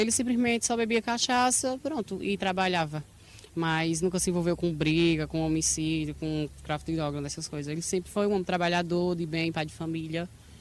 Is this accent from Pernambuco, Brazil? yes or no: yes; São Bento do Una, Pernambuco, Brazil; Nós somos natural de São Bento do Una, né?